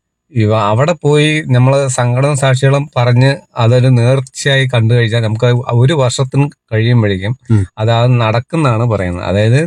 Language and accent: Malayalam; Edachera, Kerala, India; ആ, ജനിച്ചു വളർന്ന ഇവിടുന്ന് ഒരു എടച്ചറ പറഞ്ഞ സ്ഥലത്താണ് ഞാന് ജനിച്ചത്.